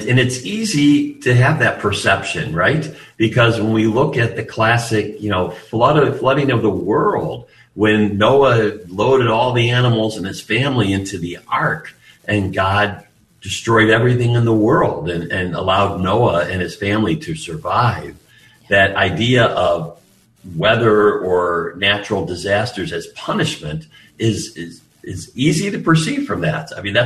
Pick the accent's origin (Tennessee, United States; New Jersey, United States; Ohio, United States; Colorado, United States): Ohio, United States; Cleveland; I grew up in the Cleveland area.